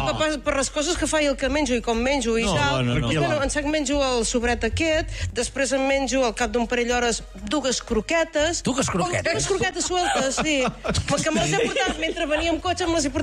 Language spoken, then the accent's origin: Catalan; Riudoms, Catalonia, Spain; Jo soc de Riudoms.